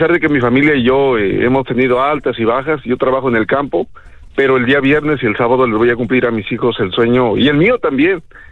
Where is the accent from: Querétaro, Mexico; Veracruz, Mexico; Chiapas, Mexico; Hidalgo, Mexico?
Hidalgo, Mexico; Tulancingo; now in Salinas, United States; Les hablo del área de la bahía Salinas, California. Se llama, es un bahía agrícola. Originario de Tulalcingo, del estado de Hidalgo, en México.